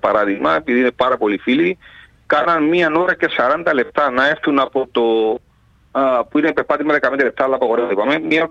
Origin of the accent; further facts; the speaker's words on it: Cyprus; είμαστε μια χώρα, μια πατρίδα, η οποία είναι με τον Τούρκο εισβολέα, έτσι μια χώρα μικρή και σκλαβωμένοι κατά το ίμιση.